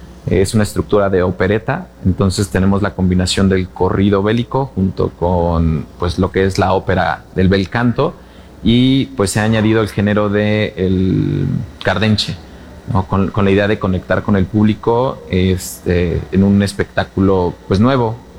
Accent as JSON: {"language": "Spanish", "town": "Tezontepec de Aldama", "region": "Hidalgo", "country": "Mexico", "said": "Yo soy de Tezontepec de Aldama, un municipio aledaño"}